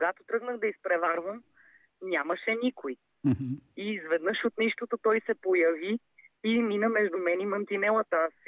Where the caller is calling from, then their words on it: Sofia, Sofia City, Bulgaria; понеже съм от София